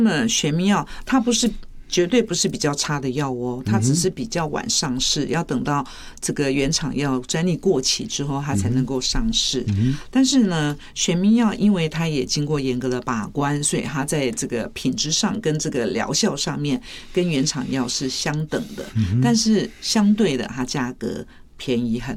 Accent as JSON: {"language": "Chinese", "country": "Taiwan", "said": "就是我们台湾人讲一句话叫做“贵也卡喝”"}